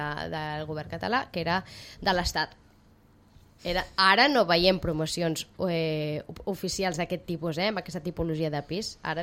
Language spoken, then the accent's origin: Catalan; Sitges, Catalonia, Spain